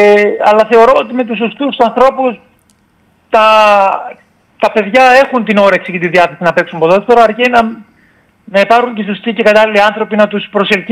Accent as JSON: {"language": "Greek", "town": "Giannitsa", "region": "Central Macedonia", "country": "Greece", "moved": "yes", "said": "ήμουν από τα Γεννητσά, τον νόμο Πέλλας."}